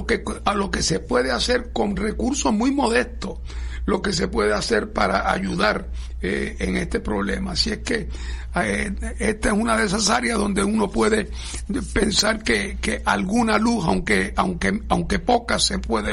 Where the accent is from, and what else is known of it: Puerto Rico